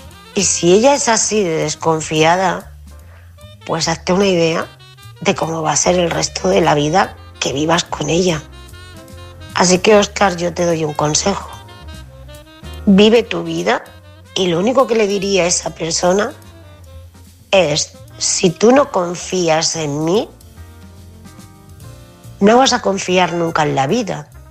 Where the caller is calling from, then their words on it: Murcia, Region of Murcia, Spain; de Murcia.